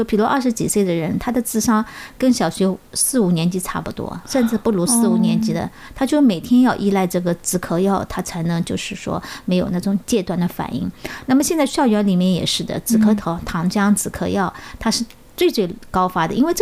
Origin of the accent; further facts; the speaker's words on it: China